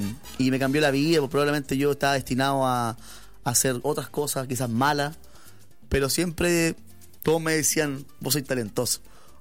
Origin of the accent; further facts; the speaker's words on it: Lota, Biobío, Chile; born there; now in Santiago, Chile; Acá partimos en Lota, mi mamá vive en Coronel. Y yo vivo en Santiago, pero vengo siempre para acá.